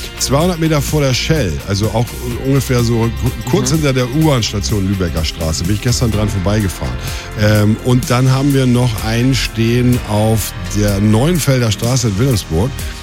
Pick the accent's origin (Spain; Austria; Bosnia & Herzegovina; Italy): Italy; now in Hamburg, Germany; ich als Italiener